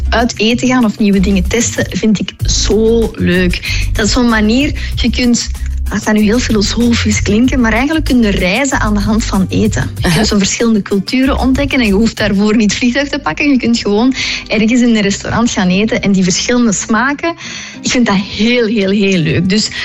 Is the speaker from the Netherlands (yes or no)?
no; Herentals, Flanders, Belgium; born there; in Herentals. Mijn geboortestad